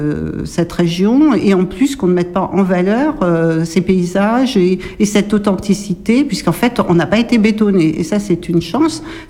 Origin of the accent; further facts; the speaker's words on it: Chasseneuil, Nouvelle-Aquitaine, France; Alors, je suis originaire de Chasseneuil, qui est une commune à côté.